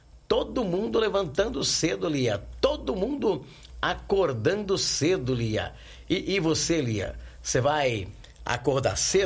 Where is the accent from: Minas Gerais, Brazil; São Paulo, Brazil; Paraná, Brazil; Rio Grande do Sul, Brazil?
São Paulo, Brazil; Descalvado; moved away; minha terra querida, amada, inesquecível, Descalvado.